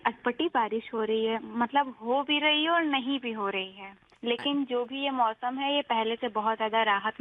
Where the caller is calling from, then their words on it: Prayagraj, Uttar Pradesh, India; मैं सराय नैत प्रयागराज से बात कर रही हूँ।